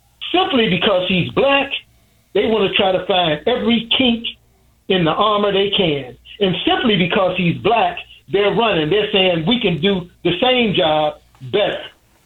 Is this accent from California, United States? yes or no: no; Chicago, Illinois, United States; I grew up in Chicago during the 70s and 80s.